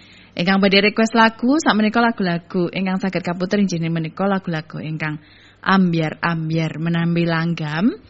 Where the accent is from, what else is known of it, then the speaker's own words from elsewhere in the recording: Palembang, South Sumatra, Indonesia; Aku wong Palembang.